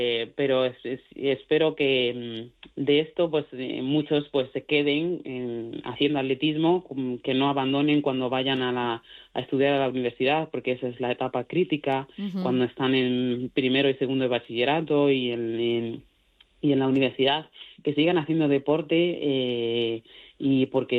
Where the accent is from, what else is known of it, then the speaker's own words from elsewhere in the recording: Mali; Spanish is a second language; now in Spain; ahora no me acuerdo prácticamente de mi dialecto, hablo mejor el castellano y el gallego que mi propio dialecto. Y la suerte que tengo es que tengo una pareja maravillosa que también es de Mali